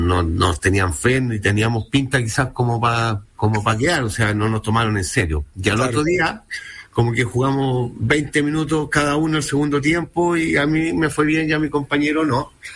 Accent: Santiago, Santiago Metropolitan Region, Chile; also born or lived in Coronel; yo nací en Coronel. Y a los 11 años mi papá, mi familia, se cambiaron acá a Santiago.

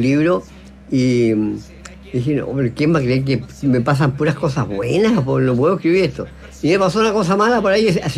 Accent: Chile; el Chico Viergo y yo somos los únicos de Chile que ganamos dos veces.

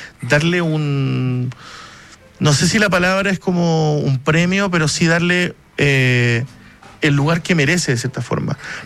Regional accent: Punta Arenas, Magallanes, Chile; Bueno, yo soy de magallánico. Nacido y criado en Punta Arenas

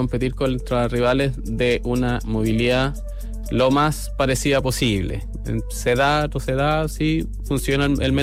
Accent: Rengo, O'Higgins, Chile; Y también decir que yo vengo de Rengo, allá no hay muchos centros médicos, ni mucho menos. Yo tuve que venir constantemente de Rengo a Santiago, Santiago a Rengo. Mi infancia se pasó en eso.

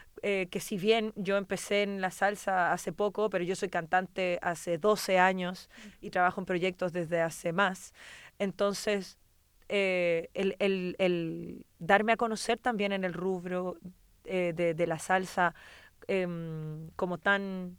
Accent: Chile; Nosotros también, como chilenos incluso, que no nacimos con este estilo.

